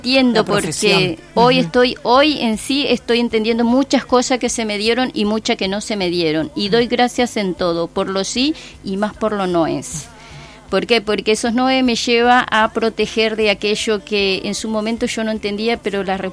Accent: Formosa, Argentina; moved away; Yo soy de la provincia de Formosa.

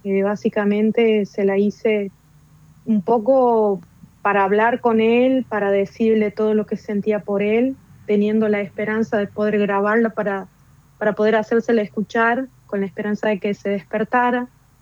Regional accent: Colpes, Catamarca, Argentina; also born or lived in La Rioja; now in Buenos Aires, Argentina; Yo soy de Colpes, Pomán, y en mis años mozos, dijeran, me fui a vivir a la ciudad de Los Naranjos, en La Rioja, y para estudiar

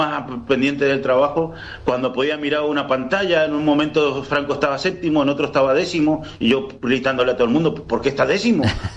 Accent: Guaymallén, Mendoza, Argentina; moved away as an adult; now in Madrid, Spain; Yo soy de Mendoza. He vivido siempre en Guaymallén, en distintos barrios, pero uh-huh. siempre en Guaymallén. Y me fui por la situación económica.

